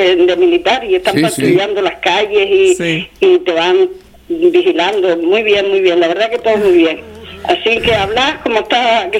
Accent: Canary Islands, Spain; Digo, colombiana, si soy conejera hasta la médula. Soy canaria como el gocio.

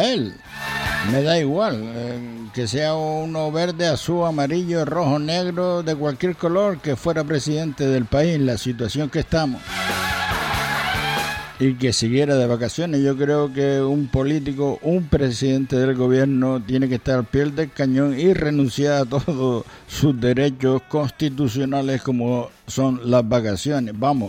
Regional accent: Canary Islands, Spain; los siguientes somos nosotros, los canarios

